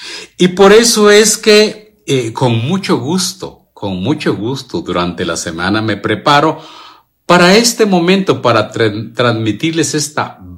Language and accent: Spanish; Guatemala; de la parroquia de Santiago Zacatepeques de Guatemala. Soy de Guatemala.